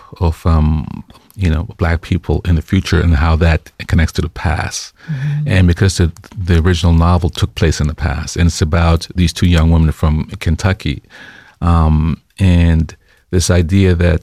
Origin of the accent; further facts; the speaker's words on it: Jamaica; born there; I mean, I was born in Jamaica, and so the idea of magic and reality operating on the same plane is not unusual for me.